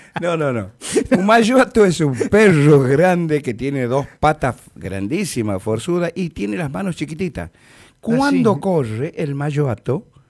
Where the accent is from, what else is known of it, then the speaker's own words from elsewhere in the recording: Argentina; Yo soy argentino.